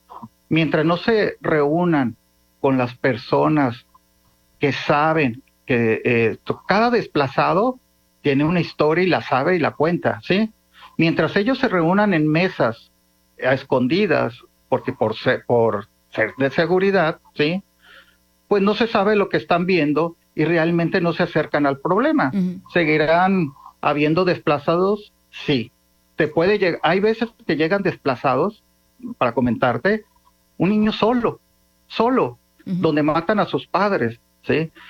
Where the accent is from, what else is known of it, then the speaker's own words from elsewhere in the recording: Mazatlán, Sinaloa, Mexico; also born or lived in Mexico City; Yo estaba, de hecho, trabajando en la Ciudad de México, soy de Mazatlán. Vine aquí